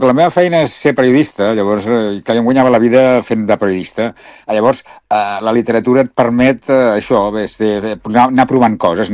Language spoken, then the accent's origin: Catalan; Reus, Catalonia, Spain; born there; quan jo era petit, a Reus hi havia, i de fet a molts llocs de Catalunya passava, hi havia matinals de boxa els caps de setmana, i amb mon pare hi anàvem